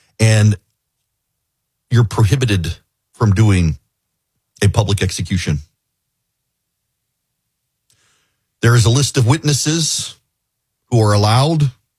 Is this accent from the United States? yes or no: no; Dubai, United Arab Emirates; When I was a kid growing up in Dubai, we would get invited to public executions.